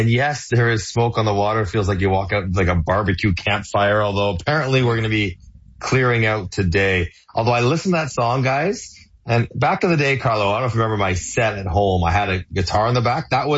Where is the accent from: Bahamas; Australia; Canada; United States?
Canada; I'm Canadian, not English